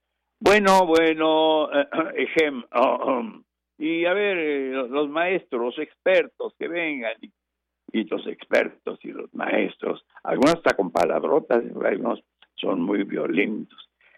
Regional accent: Mexico

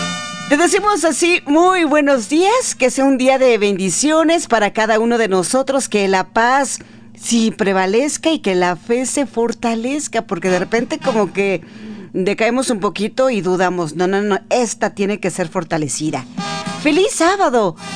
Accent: Guerrero, Mexico; la música de nuestro estado de Guerrero.

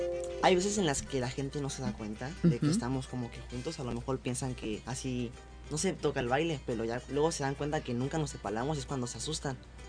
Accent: China; Nosotros venimos de China.

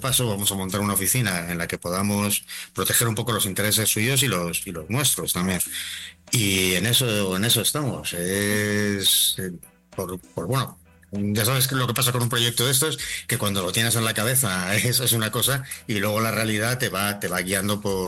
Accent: Gijón, Asturias, Spain; now in Mexico; Del norte, de Gijón.

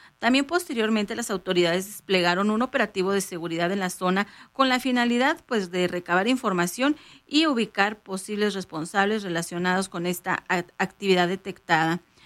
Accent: Mexico; Lo decimos de verdad con mucho orgullo de que somos mexicanos y que nos... A mí en lo personal me encanta ser mexicana.

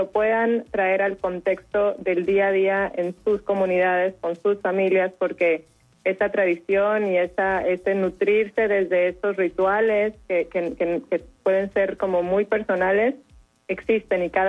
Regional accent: Ensenada, Baja California, Mexico; yo crecí en Ensenada, que también son países, son ciudades, digamos, regiones mucho más nuevas.

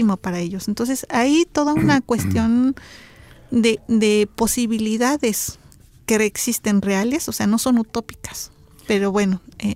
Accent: Mexico

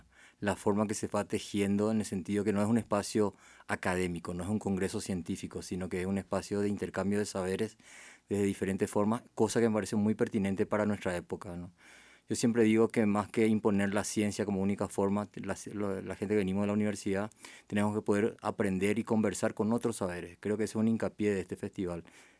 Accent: Paraguay; nosotros, que somos medio centroamericanos en Paraguay, por el tamañito del país

